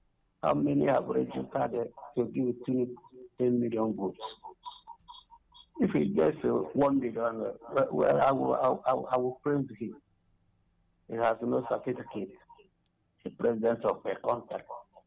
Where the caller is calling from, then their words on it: Enugu, Enugu State, Nigeria; I'm calling from Enugu.